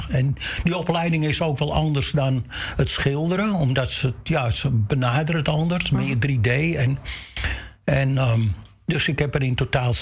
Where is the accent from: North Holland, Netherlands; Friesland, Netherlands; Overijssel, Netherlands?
North Holland, Netherlands; Amsterdam; moved away as an adult; now in Den Helder, Netherlands; ik kom uit Amsterdam.